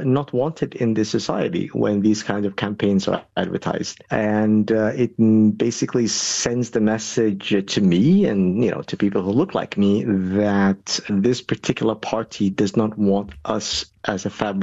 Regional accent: Malmö, Skåne, Sweden; When I travel to other parts of Europe and I tell them I'm from Malmo, they're like, oh, yeah, that's a very dangerous place.

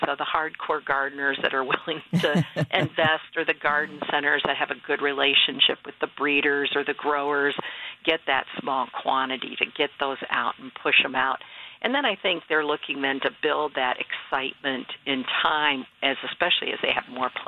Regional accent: Ohio, United States; I grew up in Ohio, and my dad, we'd always go, please grow watermelon.

